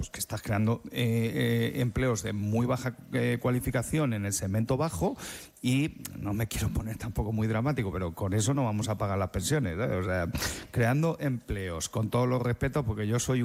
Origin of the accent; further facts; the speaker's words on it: Alcalá de Henares, Community of Madrid, Spain; Yo soy de Alcalá, y Quevedo estaba allí en mi universidad también